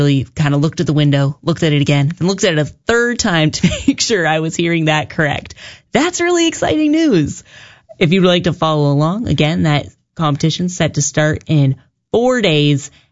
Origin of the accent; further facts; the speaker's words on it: Burlington, Ontario, Canada; Victoria Mboko is from Burlington, Ontario. That is my hometown.